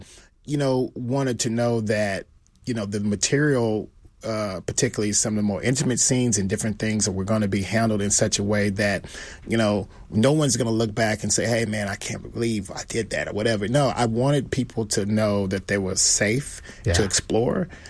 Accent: the South, United States; I'm the son of a preacher, right? So I come from the most, and I'm from the South

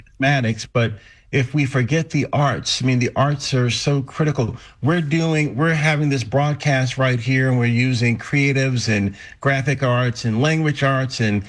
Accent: Lynchburg, Virginia, United States; We're flying over my hometown, Lynchburg, Virginia. And I'm thinking, my mom's probably making meatloaf and mashed potatoes.

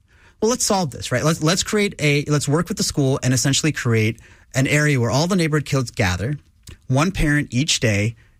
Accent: Lake Jackson, Texas, United States; A lot of parents will say, that's how I grew up, which is how I grew up in Lake Jackson, Texas.

